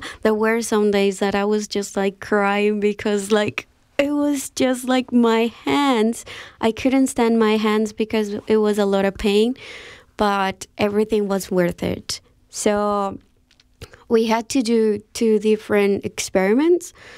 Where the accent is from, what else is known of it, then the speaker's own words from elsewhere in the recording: Colombia; now in Tasmania, Australia; I come from South America